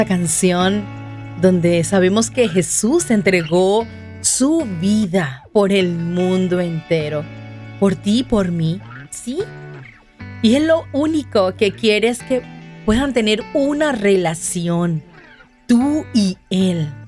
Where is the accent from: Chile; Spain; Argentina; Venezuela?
Venezuela; mi país, Venezuela